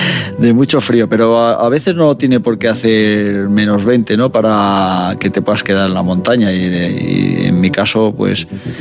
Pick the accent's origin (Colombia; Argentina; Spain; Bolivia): Spain; Béjar, Castile and León; Yo soy de Béjar, jamón.